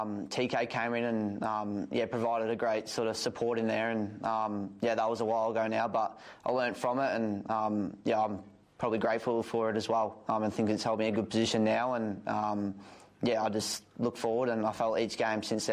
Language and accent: English; Geelong, Victoria, Australia; moved away as an adult; now in Perth, Australia; I wasn't a big fan of Geelong, even though I was from Geelong